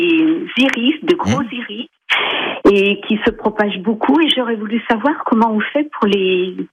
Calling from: Diémoz, Auvergne-Rhône-Alpes, France; J'appelle de Diemoz.

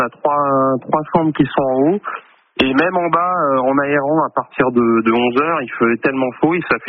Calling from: Moult, Normandy, France; Là, moi, je suis sur Moult.

